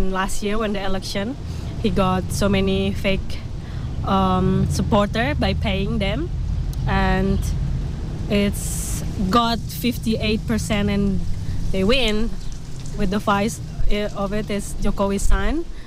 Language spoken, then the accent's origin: English; Medan, North Sumatra, Indonesia; English is a second language; now in East Java, Indonesia; I'm based in between East Java, one city in East Java, and also my hometown in Medan, not Sumatra.